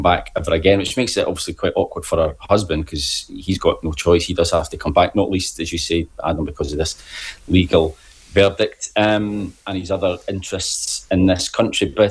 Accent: Scotland, United Kingdom; Well, if it was Scotland, I'd make the effort to stay up to 1 a.m.

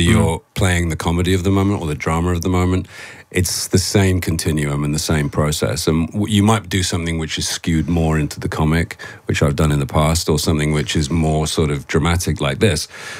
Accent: United Kingdom; as a Brit

